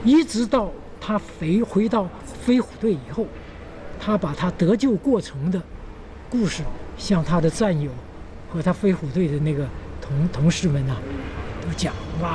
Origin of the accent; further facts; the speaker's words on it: Guangdong, China; 可能我们广东人过年一些利是钱呢，我估计也不多，也就一点点钱。